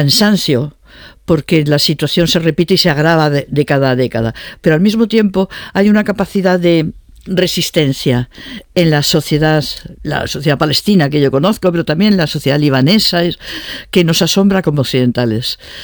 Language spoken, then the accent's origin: Spanish; Spain; somos españoles.